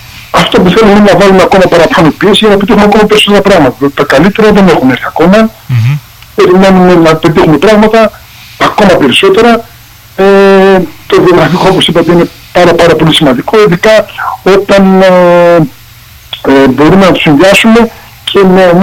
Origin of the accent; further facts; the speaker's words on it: Karditsa, Thessaly, Greece; εμείς ας πούμε που μεγαλώσαμε στην Καρδίτσα